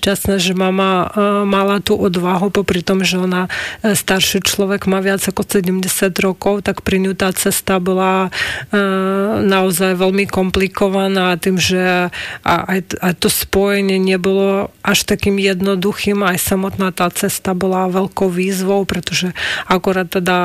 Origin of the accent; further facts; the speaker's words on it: Dnipro, Dnipropetrovsk Oblast, Ukraine; Slovak is a second language; V podstate my v mojom rodnom meste Dnipro máme také obrovské trhovisko, ktoré volá sa Jazero.